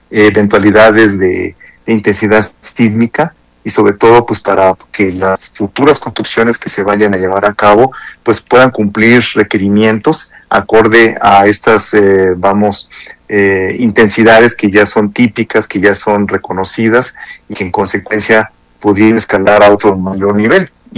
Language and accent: Spanish; Mexico; en mi país, en México